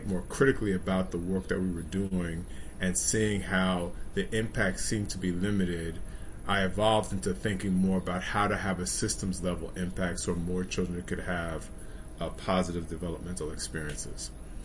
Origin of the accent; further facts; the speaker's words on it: New York City, New York, United States; I grew up in Harlem in the 70s and 80s.